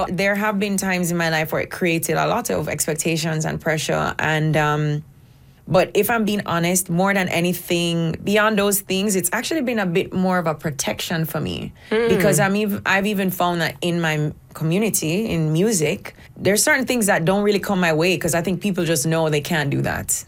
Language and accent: English; Jamaica; I'm a Jamaican girl. I'm a reggae artist.